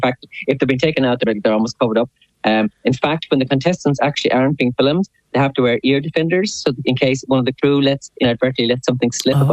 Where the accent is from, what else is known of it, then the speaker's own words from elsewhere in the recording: Ireland; as a kid growing up in Catholic Ireland